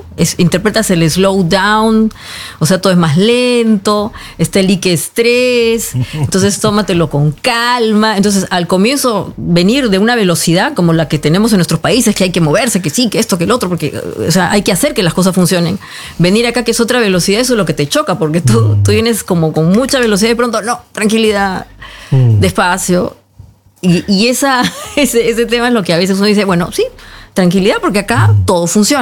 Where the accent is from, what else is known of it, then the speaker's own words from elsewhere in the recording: Peru; Bueno, en verdad, siempre es una oportunidad para poder esto acercarse a la tierra donde uno nació, ¿no?